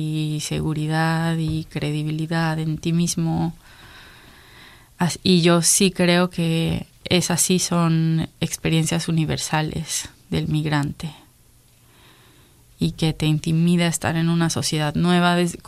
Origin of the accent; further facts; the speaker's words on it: Mexico; Había cosas de mí como mexicana que yo no conocía o que no sabía que me importaban hasta que vine acá. Empiezas a preguntarte cosas de tu origen, de tu, como, sí, de tu pasado que en México daba por hecho